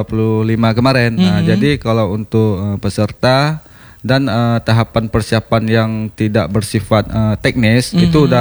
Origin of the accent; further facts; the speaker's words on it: Aceh, Indonesia; asli putra Aceh Barat loh.